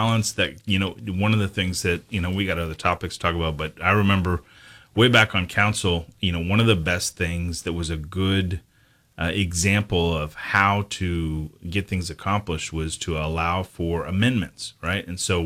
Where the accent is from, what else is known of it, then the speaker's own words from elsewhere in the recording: Houston, Texas, United States; now in Corpus Christi, United States; I remember growing up in Houston